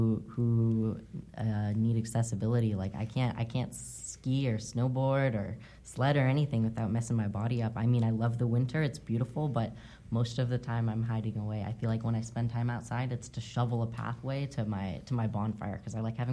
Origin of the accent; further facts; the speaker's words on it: Fairbanks, Alaska, United States; See, I'm into that. That's I grew up in Fairbanks. That's top tier activities.